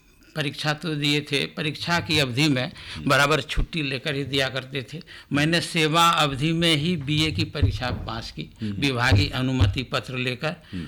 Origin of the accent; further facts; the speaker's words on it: Banka district, Bihar, India; बाल्यकाल यहीं बीता।